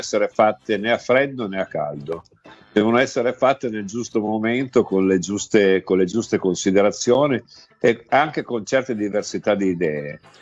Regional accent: Piedmont, Italy; io sono piemontese

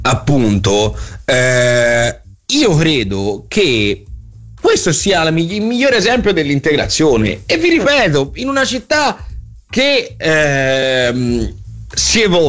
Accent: Florence, Tuscany, Italy; now in Milan, Italy; che io sono un emigrato, perché anch'io sono emigrato da Firenze.

